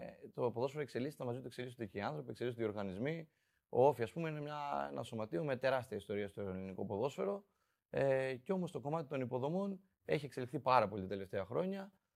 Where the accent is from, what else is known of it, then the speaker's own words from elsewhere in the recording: Pompia, Crete, Greece; Ναι, Ηράκλειο. Στην περιοχή της Μεσαράς συγκεκριμένα.